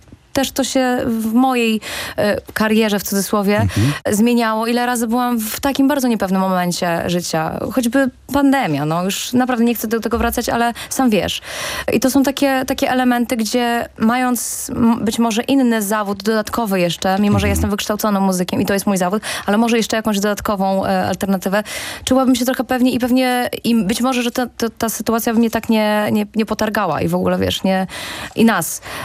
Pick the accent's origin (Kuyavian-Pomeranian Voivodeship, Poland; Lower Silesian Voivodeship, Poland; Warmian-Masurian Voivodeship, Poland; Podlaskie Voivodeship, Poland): Warmian-Masurian Voivodeship, Poland; moved away; Ja mieszkałam, właśnie pochodzę z małego miasta, spod Olsztyna.